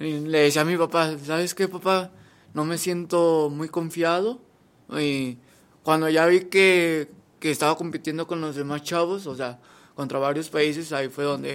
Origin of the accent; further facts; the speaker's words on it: Zacatecas, Mexico; born there; yo nací en Páfilo Lontera, en La Blanca, Zacatecas.